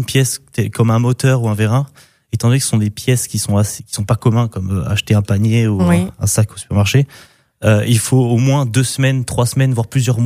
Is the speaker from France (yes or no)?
yes; France